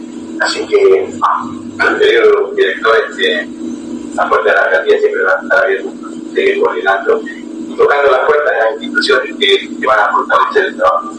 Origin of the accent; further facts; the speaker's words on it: Cuevo, Santa Cruz, Bolivia; del municipio, mi pueblo